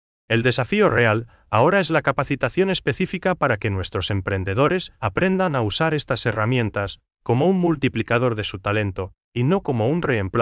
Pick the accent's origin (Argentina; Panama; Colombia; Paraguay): Paraguay; nosotros, como sociedad paraguaya